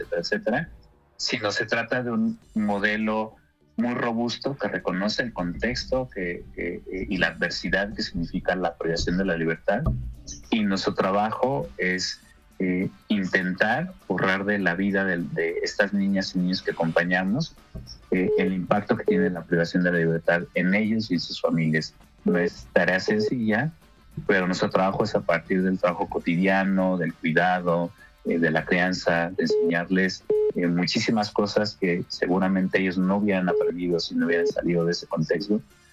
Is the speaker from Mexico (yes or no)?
yes; Mexico